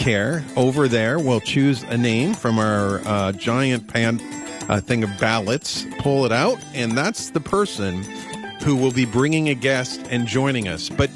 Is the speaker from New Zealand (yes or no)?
no; Canada; So we're not Russian. Actually, I'm Canadian.